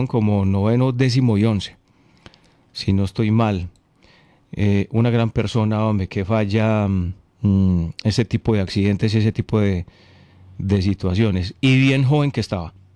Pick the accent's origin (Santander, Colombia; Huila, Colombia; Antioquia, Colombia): Antioquia, Colombia; Concordia; Fercho, te cuento, yo soy de Concordia y también conocí a Carlos Adolfo